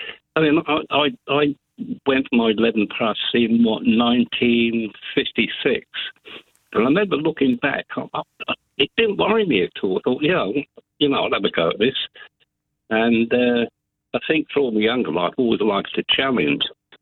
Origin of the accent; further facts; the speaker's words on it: High Wycombe, South East England, United Kingdom; also born or lived in London; when I moved from London to High Wycombe, that school was a secondary modern school, and it was full up with great big lads who were farm labourers' boys